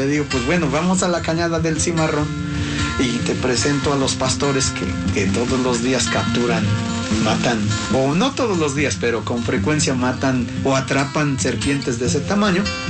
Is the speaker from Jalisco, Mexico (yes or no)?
no; Santa Inés Varela, Puebla, Mexico; a dar una clase a mi pueblo, en el cerro, allá hasta menciono el nombre del cerro, en el Potrero, así se llama un pueblo, una parte del campo de allí de mi pueblo, Santa Inés Varela, La Luz, La Chichuca, Puebla.